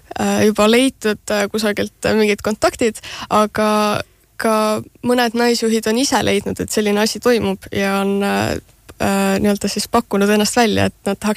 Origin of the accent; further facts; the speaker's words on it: Põlva, Põlva County, Estonia; ma ise tegelikult olen ka Põlvast